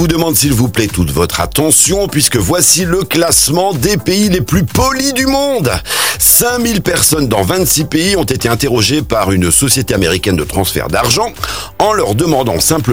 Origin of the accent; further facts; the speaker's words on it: France; nous, Français